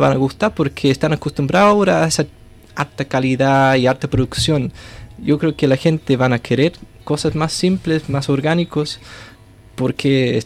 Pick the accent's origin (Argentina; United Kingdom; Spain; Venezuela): United Kingdom; Spanish is a second language; moved away; nosotros británicos somos los malos en las películas de Hollywood.